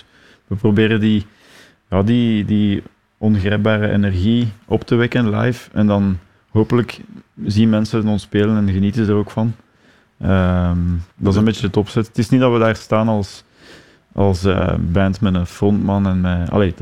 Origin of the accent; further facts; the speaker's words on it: Dilbeek, Flemish Brabant, Belgium; En wij zijn van Schepdal, Itterbeek, Dielbeek eigenlijk.